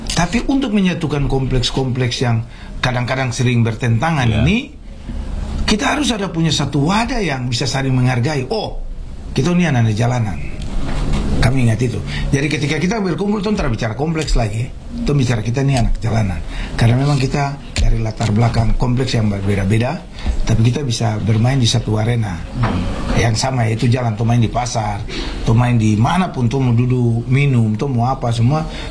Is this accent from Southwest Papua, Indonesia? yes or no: yes; Sorong, Southwest Papua, Indonesia; Dulu kan kita anak Sorong nih, mau kemana saja kita bersatuan, mau dirantau di mana, anak Sorong tuh kompak.